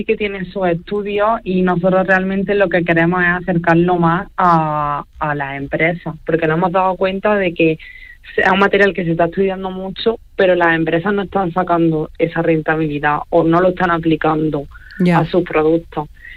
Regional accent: Bailén, Andalusia, Spain; Yo soy de Bailén, de un pueblo de Jaén.

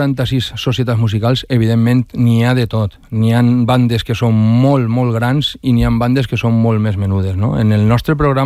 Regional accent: Valencia, Valencian Community, Spain; Jo anava a escola a Llíria, o sea, jo no sóc de Llíria, jo sóc d'ací del Cabanyal.

